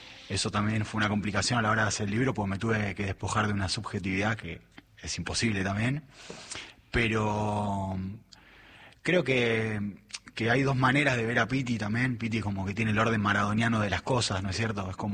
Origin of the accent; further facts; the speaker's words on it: Buenos Aires, Argentina; No, yo no soy, yo soy del, yo viví toda mi vida en el barrio del Abasto, pero laburé mucho